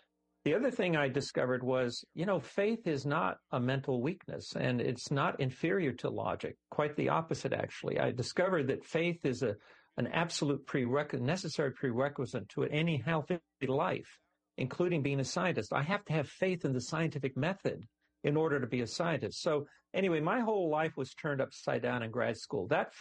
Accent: Los Angeles, California, United States; born there; I was born in East Los Angeles and fell madly in love with science in the second grade.

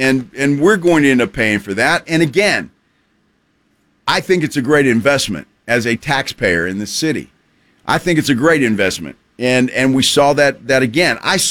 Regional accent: San Antonio, Texas, United States; people find out I'm from San Antonio.

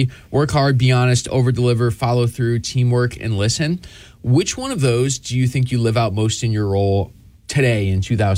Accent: New York, United States; because I grew up in Western New York.

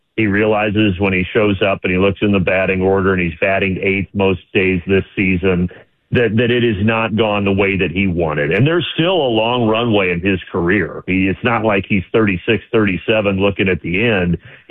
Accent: Indiana, United States; I grew up in Southern Indiana watching the Braves on TBS

